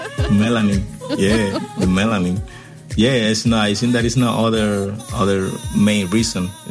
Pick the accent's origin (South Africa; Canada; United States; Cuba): Cuba; Pinar del Río; This old guy asked me where I came from one day, and I was like, I came from Pinar del Río, my hometown.